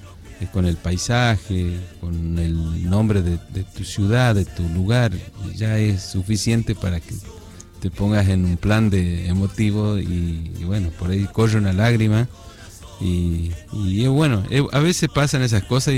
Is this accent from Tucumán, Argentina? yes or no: yes; Tucumán, Argentina; venimos de la provincia de Tucumán